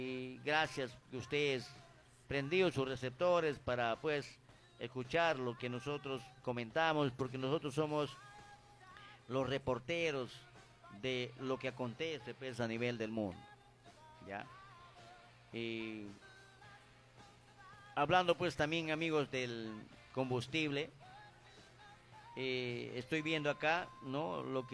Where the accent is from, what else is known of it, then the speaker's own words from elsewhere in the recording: Peru; yo soy peruano